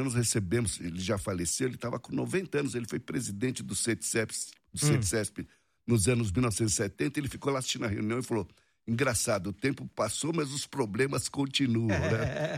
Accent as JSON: {"language": "Portuguese", "region": "São Paulo", "country": "Brazil", "tie": "born there", "said": "Eu sou paulistano, já rodei o Brasil todo, mas eu sou paulistano. Nasci aqui mesmo, São Paulo."}